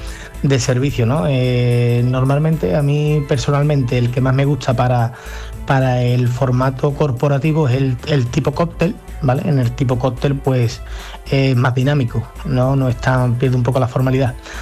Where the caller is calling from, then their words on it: Santiponce, Andalusia, Spain; Nosotros tenemos la oficina aquí en Santiponce, en Hacienda El Alba.